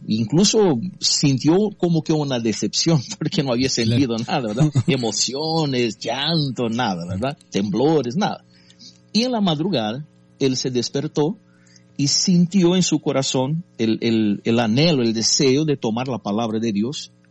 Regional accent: Brazil; first language Portuguese; Spanish is a second language; yo soy brasileño, ¿verdad? Claro. Yo hablo portugués y este es mi país, Brasil.

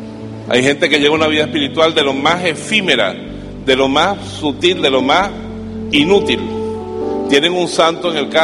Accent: Venezuela; also born or lived in Colombia / Spain; Yo soy venezolano, pero estudié el seminario en Caracas, en Colombia y en España. Y en ese retiro en Colombia, en Antioquia, yo hablo antioqueño, perfecto.

